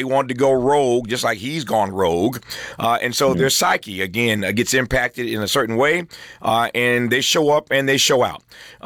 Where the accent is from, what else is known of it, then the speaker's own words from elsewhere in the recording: Indiana, United States; In Indiana, my home state, a few weeks ago